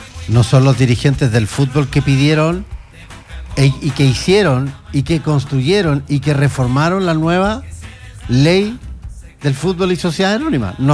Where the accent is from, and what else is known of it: Chile